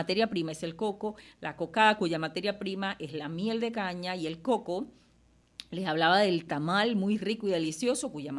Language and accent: Spanish; Panama